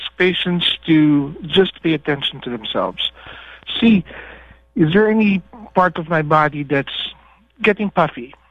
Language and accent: English; Philippines; moved away as an adult; also born or lived in New York; now in Morgantown, United States; I was born and in the Philippines. I did my medical education at the University of the Philippines, and then I did surgical training in New York. Life brought me to Morgantown, and here I am, 18 years later.